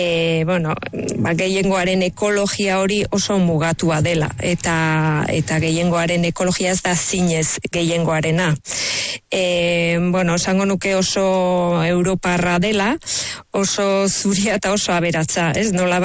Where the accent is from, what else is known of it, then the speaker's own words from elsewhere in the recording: Nouvelle-Aquitaine, France; Lapurdikoa naiz